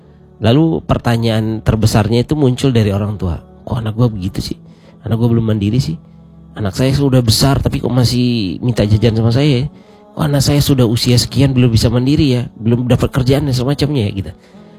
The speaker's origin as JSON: {"language": "Indonesian", "region": "West Sumatra", "country": "Indonesia", "tie": "born there", "said": "Saya dulu sekolah ke satu tempat di daerah di Padang Panjang. Oh, dingin. Daerah Gunung Merapi."}